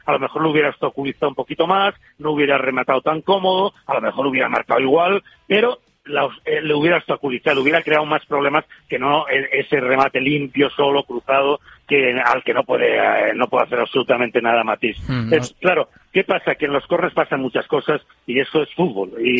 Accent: Castellón de la Plana, Valencian Community, Spain; now in Madrid, Spain

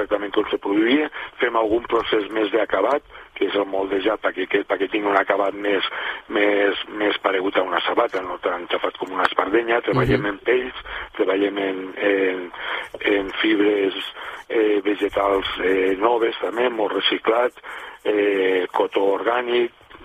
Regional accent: Castellón, Valencian Community, Spain; moved away as an adult; now in La Mata, Spain; Jo em vaig criar a Castelló i als 23 anys vaig inaugurar a la Mata

